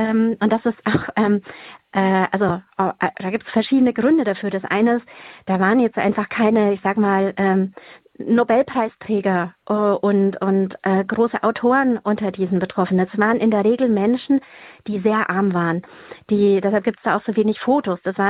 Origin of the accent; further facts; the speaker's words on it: Bavaria, Germany; ich bin ja aus Bayern, mein Uropa war eben KZ Dachau